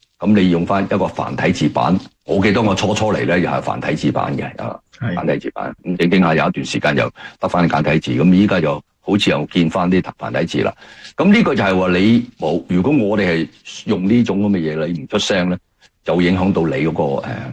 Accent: Hong Kong; now in Canada; 我哋香港人

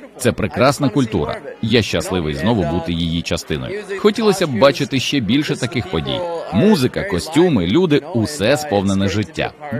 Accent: Canada; Я народився і виріс у Канаді, але моя родина походить з України.

